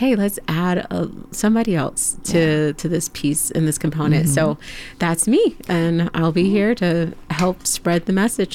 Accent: Alabama, United States; because I'm originally from Alabama.

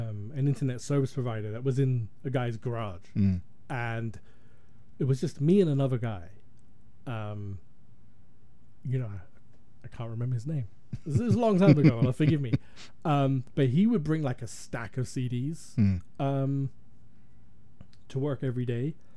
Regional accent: England, United Kingdom; moved away as an adult; I grew up in England. I left when I was, I think, around 23, 24. To like a mixed race household. So my mom is Sri Lankan, my dad's British

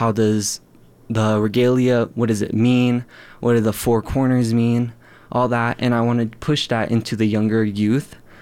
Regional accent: Aneth, Utah, United States; I'm from Aneth, Utah, which is on the Navajo Reservation

